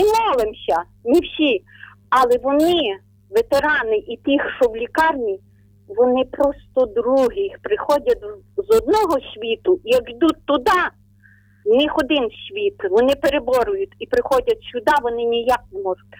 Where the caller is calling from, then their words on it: Ternopil Oblast, Ukraine; Ми з України, Тернопільщина